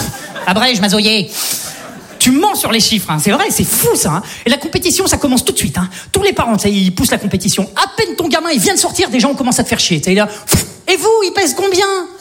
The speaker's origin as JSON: {"language": "French", "town": "Saint-Etienne", "region": "Auvergne-Rhône-Alpes", "country": "France", "said": "Tu vois, moi, je viens de Saint-Etienne. Globalement, chez nous, t'as faim, tu prends une arbalète, tu vas chasser, ça s'arrête là, quoi."}